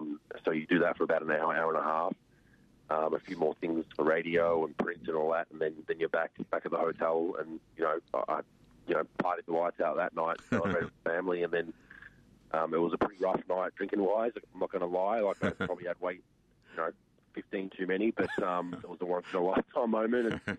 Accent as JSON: {"language": "English", "country": "Australia", "said": "as an Australian"}